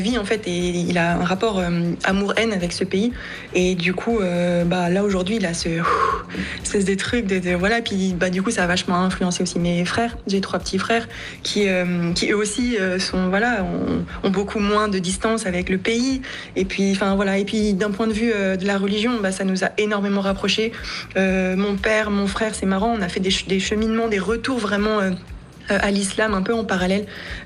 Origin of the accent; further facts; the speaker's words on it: Morocco; j'ai commencé à vraiment dire, je suis marocaine.